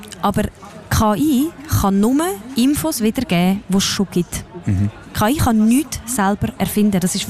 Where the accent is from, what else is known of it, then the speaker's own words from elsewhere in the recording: Lucerne, Switzerland; Als Luzernerin habe ich das halt irgendwie immer ein bisschen schwierig gefunden